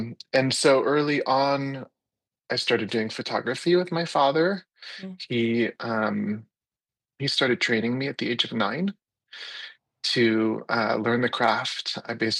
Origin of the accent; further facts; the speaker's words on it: Maryland, United States; moved away as an adult; also born or lived in Jerusalem; now in San Diego, United States; I was born in Jerusalem in 1983, where I lived until I was 6 years old, at which time my family and I moved to the United States, to Washington, the suburbs of Washington, D.C., in Maryland.